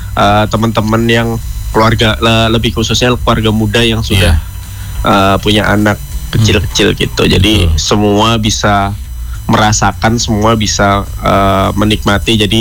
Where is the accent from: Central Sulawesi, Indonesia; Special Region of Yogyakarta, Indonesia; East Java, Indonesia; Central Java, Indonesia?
Special Region of Yogyakarta, Indonesia; Bantul; Betul betul, aku orang Bantul emang dulu.